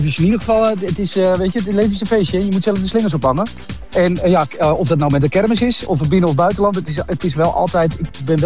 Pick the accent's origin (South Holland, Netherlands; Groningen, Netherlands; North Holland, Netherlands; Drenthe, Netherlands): North Holland, Netherlands; ik kom natuurlijk uit Noord-Holland en daar zijn de kermissen.